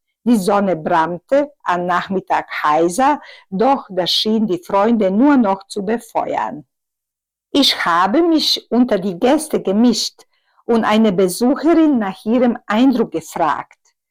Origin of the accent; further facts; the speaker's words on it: Otok, Northern Bosnia, Bosnia & Herzegovina; German is a second language; Aus Bosnien, Nordbosnien, ein kleiner Staat, heißt Otok.